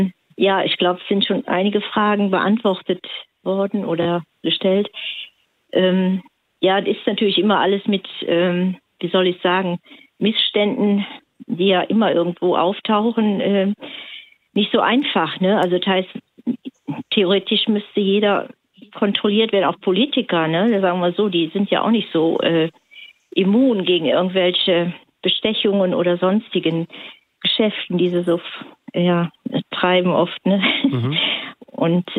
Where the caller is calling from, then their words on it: North Rhine-Westphalia, Germany; ich hatte angegeben, im Sauerland, also nördlich Sauerland.